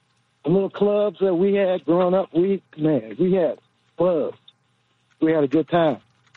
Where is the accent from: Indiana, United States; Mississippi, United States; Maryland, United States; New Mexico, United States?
Mississippi, United States; moved away; I grew up in Mississippi